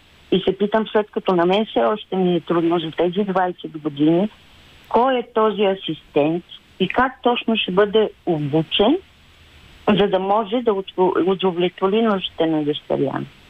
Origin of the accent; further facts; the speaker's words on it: Gabrovo, Gabrovo Province, Bulgaria; Да, аз съм от Габрово.